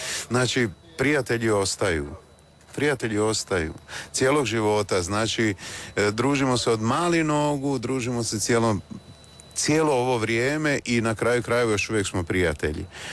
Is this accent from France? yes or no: no; Slavonia, Croatia; ti si tu rođen, ti tu živiš